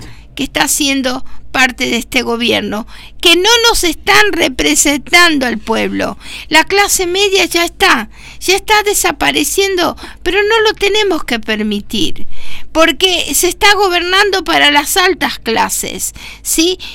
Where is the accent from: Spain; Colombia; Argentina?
Argentina; Ay, yo también soy de Marabó.